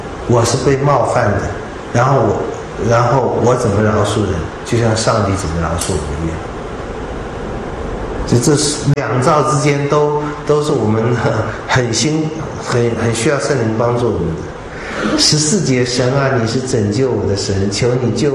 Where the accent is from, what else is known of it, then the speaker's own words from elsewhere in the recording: China; 我们中国人讲不出这句话，谢谢你，我们中国人讲不出这句话